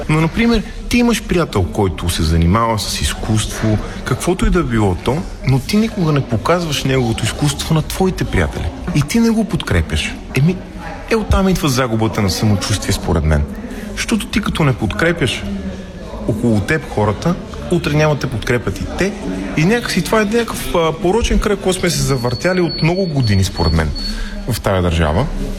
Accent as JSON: {"language": "Bulgarian", "town": "Blagoevgrad", "region": "Blagoevgrad Province", "country": "Bulgaria", "tie": "born or raised there", "also_born_or_lived": "Liverpool / Sofia", "moved": "as an adult", "said": "Аз съм израснал в Благоевград, обичам си града много"}